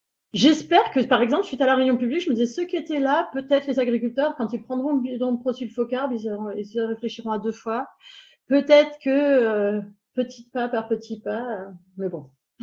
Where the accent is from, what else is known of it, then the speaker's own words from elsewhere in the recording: Provence-Alpes-Côte d'Azur, France; moved away; Parce que moi, je viens des Alpes-de-Haute-Provence, donc de la moyenne montagne, où il y a beaucoup, beaucoup moins de pollution.